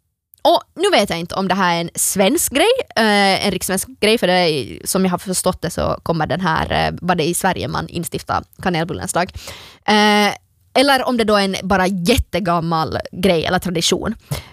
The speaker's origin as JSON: {"language": "Swedish", "country": "Finland", "said": "som finlandssvensk"}